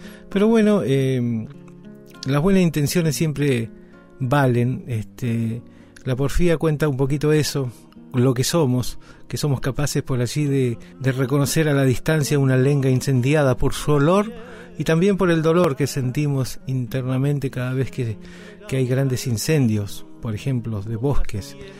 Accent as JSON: {"language": "Spanish", "town": "Esquel", "region": "Chubut", "country": "Argentina", "tie": "born there", "lives_now": "Esquel, Argentina"}